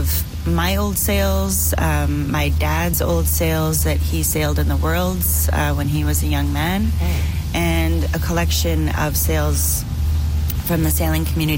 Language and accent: English; Winnipeg, Manitoba, Canada; I'm from Manitoba, Winnipeg.